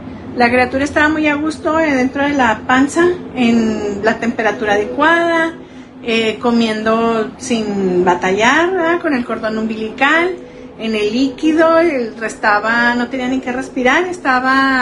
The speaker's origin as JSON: {"language": "Spanish", "country": "Mexico", "tie": "born there", "said": "aceptar que nací en México"}